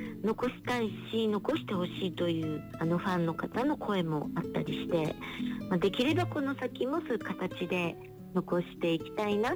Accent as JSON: {"language": "Japanese", "region": "Ehime", "country": "Japan", "tie": "born or raised there", "moved": "yes", "lives_now": "Tokyo, Japan", "said": "愛媛県出身なので、"}